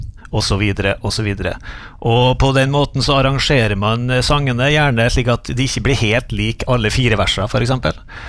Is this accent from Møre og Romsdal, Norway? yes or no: yes; Tingvoll, Møre og Romsdal, Norway; også på Tingvoll, der jeg vokste opp.